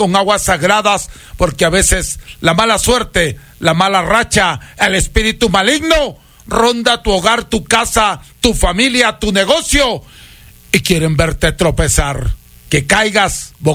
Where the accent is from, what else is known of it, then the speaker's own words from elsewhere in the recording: Huancabamba, Piura, Peru; now in Salcedo, Ecuador; Y yo le curo desde mi tierra, Huancabamba, Perú, tierra de grandes curanderos, donde yo aprendí este trabajo. Yo no estoy de paso. Yo tengo una casa de familia. Yo ya resido en Salcedo.